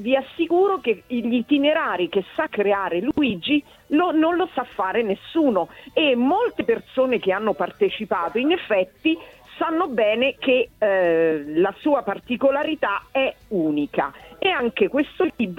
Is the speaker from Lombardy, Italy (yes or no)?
no; Rome, Lazio, Italy; born there; no, sono nato a Roma, ma ho genitori del nord, quindi ho passato l'infanzia tra le montagne.